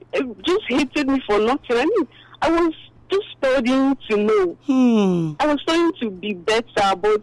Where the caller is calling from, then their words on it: Port Harcourt, Rivers, Nigeria; I'm from Port Harcourt.